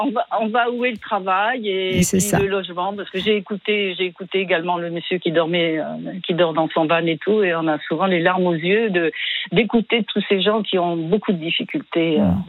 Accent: Sarlat, Nouvelle-Aquitaine, France; monsieur qui est de Gramat, voilà, moi je suis de Sarlat, ouais.

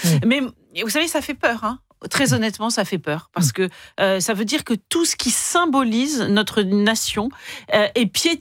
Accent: France; Moi, je parle en tant que Française, je me sens insultée.

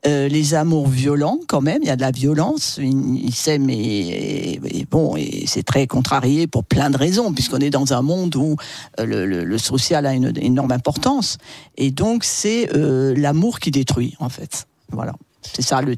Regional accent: Marseille, Provence-Alpes-Côte d'Azur, France; je suis marseillaise, je ne connais personne

